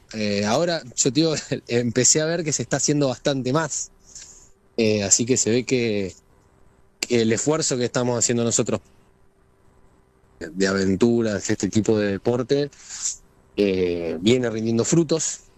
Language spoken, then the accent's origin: Spanish; Buenos Aires, Argentina; now in San Luis, Argentina; teniendo en cuenta que yo vivo en San Luis, pero soy oriundo de la Ciudad Autónoma de Buenos Aires.